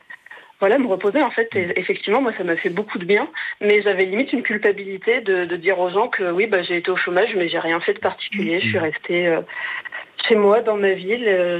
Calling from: Lyon, Auvergne-Rhône-Alpes, France; J'appelle de Lyon.

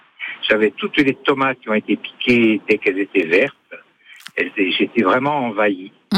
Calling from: Nocario, Corsica, France; Je suis à Nocario.

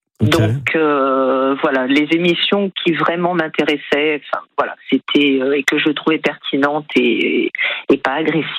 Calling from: Nouvelle-Aquitaine, France; j'habite à Ourthe, dans le Médoc.

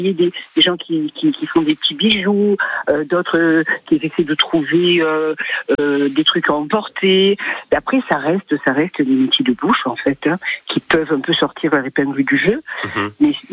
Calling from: Meyreuil, Provence-Alpes-Côte d'Azur, France; j'habite entre Méreuil et Gardanne

